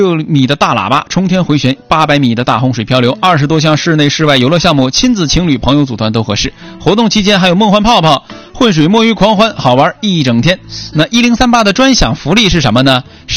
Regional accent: Songyuan, Jilin, China; 再来说说我老家松原的威尼斯啊，我老家松原有一个叫威尼斯水上乐园的地方

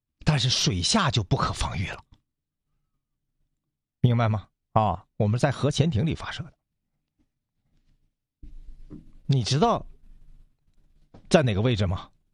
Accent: China

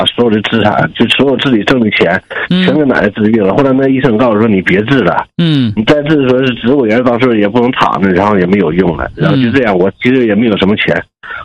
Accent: Liaoning, China; now in Sichuan, China; 我老家是辽宁的

